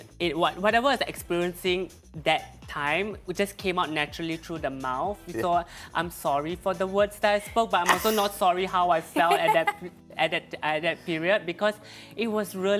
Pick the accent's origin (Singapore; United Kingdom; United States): Singapore; I'm from Singapore. Mm. Yeah, born and raised in Singapore.